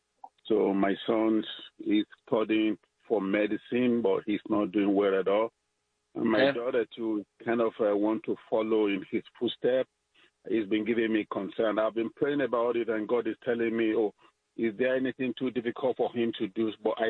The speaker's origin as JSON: {"language": "English", "country": "Nigeria", "moved": "yes", "lives_now": "Ontario, Canada", "said": "Originally from Nigeria."}